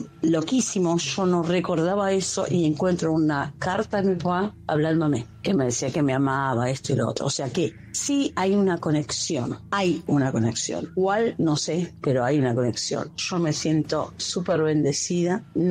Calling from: Ciudadela, Buenos Aires Province, Argentina; de Ciudadela.

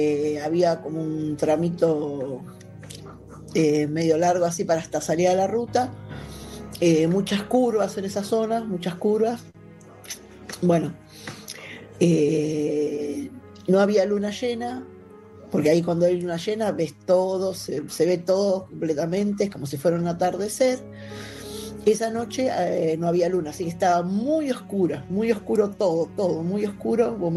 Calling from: Merlo, Buenos Aires Province, Argentina; Hola, buenas noches. … de Merlo.

